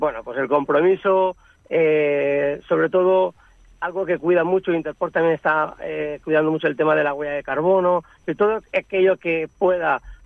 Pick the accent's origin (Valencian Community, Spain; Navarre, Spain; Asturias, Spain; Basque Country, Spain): Valencian Community, Spain; yo soy valenciano.